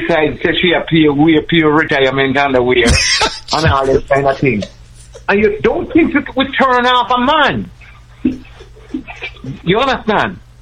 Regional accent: Jamaica; I'm a Jamaican man.

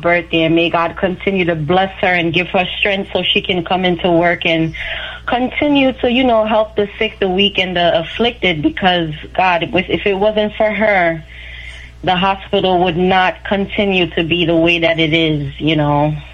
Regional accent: Jamaica; now in United States; But we're from Jamaica.

